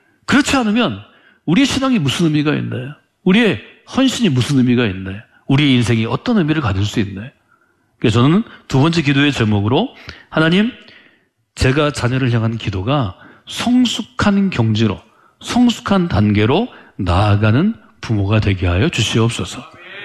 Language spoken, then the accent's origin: Korean; South Korea